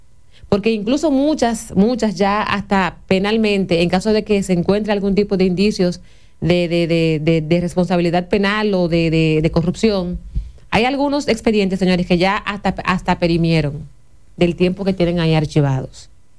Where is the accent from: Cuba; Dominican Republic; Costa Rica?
Dominican Republic; como ciudadanos dominicanos que somos, que pagamos impuestos